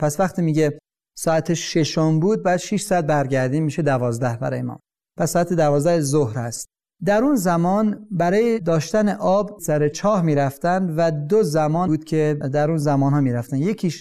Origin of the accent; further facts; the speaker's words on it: Iran; moved away; منم ایرانی هستم